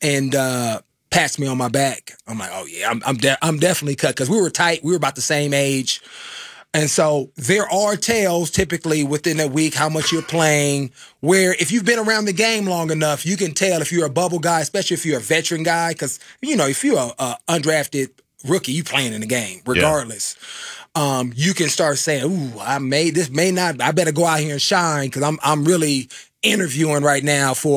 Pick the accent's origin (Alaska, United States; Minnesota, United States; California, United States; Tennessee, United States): California, United States; Oakland; I'm from Oakland.